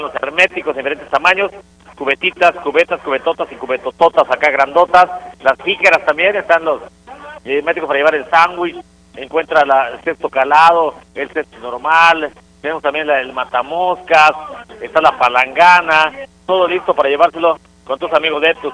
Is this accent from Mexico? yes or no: no; Brazil; Spanish is a second language; Si somos brasileños, si se viera lo que pasa detrás de cámara, ¿no? Que si todo esto saliera al aire, qué buena gente, somos, qué alegres, somos aquí en Brasil.